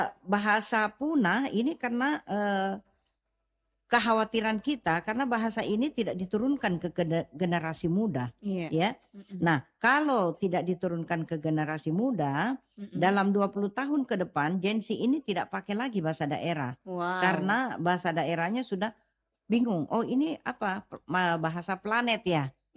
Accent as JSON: {"language": "Indonesian", "region": "South Sulawesi", "country": "Indonesia", "said": "Kalau kita orang Sulawesi Selatan itu kita Anda."}